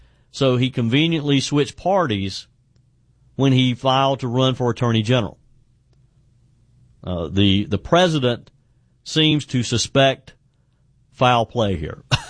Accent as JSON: {"language": "English", "region": "South Carolina", "country": "United States", "said": "this has been part of the narrative in my home state of South Carolina"}